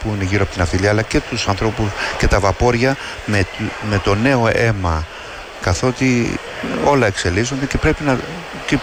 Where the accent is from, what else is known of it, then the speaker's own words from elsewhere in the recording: Kasos, South Aegean, Greece; Εγώ είμαι από την Κάσο